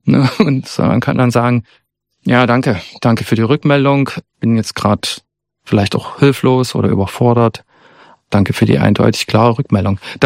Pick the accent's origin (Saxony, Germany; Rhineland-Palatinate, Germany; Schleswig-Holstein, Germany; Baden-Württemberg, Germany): Saxony, Germany; Zittau; now in Dresden, Germany; dass natürlich die psychische Unterstützung da, wo ich herkomme, ganz anders ist als in Dresden. Ich habe in Dresden viel schneller Therapie gefunden als noch in Zittau und hatte da in Zittau überhaupt gar keine Ressource dafür.